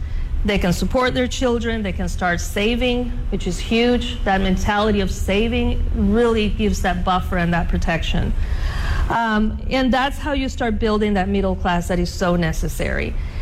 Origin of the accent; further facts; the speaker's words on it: Venezuela; moved away; growing up in Venezuela